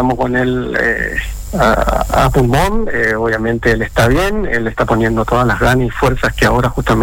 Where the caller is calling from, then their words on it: Puerto Tirol, Chaco, Argentina; Nosotros somos de Chaco, somos sí. de la localidad de Puerto Tirol